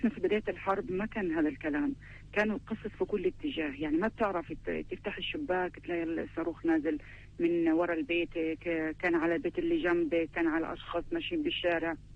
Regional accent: Beit Lahia, Gaza Strip, Palestine; أنا من شمال القطاع، من مدينة بيت لاهيا.

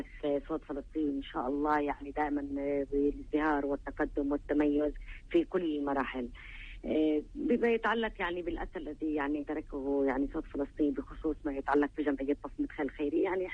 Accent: Palestine; نحن كشعب فلسطيني

